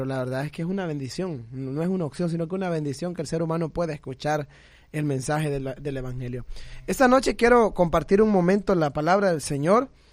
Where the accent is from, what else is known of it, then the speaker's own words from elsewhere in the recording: Yoloaiquín, Morazán, El Salvador; Nosotros pues somos de El Aceituno, ¿verdad? De Yoloiquín.